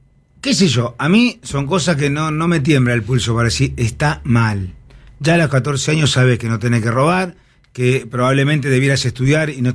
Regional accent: Merlo, Buenos Aires Province, Argentina; also born or lived in San Antonio de Padua; Del conurbano. Bueno, mi conurbano, imagínate, yo sí nacido en Libertad, Merlo, después me crié, también estuve en San Antonio de Padua, o sea, tengo el recorrido.

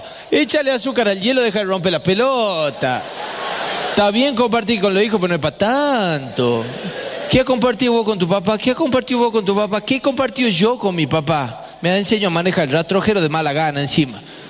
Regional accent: Famaillá, Tucumán, Argentina; igual me dieron el carnet de manejo en la dirección de tránsito de la municipalidad de Famayá, en mi pueblo natal, porque era muy fácil ya sacar el carnet ahí.

